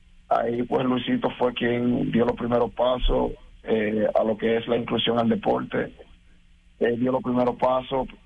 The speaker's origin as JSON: {"language": "Spanish", "town": "Bayaguana", "region": "Monte Plata", "country": "Dominican Republic", "tie": "born or raised there", "also_born_or_lived": "Batey Miguelito", "said": "Y pues venimos de un campo de Bayaguana que se llamaba el Batey Miguelito. Luego de que nos mudamos a Bayaguana"}